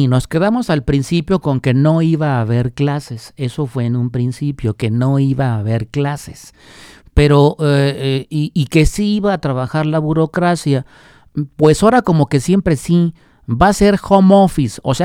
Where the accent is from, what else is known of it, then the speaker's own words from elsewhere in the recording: Zapopan, Jalisco, Mexico; yo soy niño de Zapopis, he vivido en Zapopan, viví en Zapopan, voy a Zapopan desde toda la vida.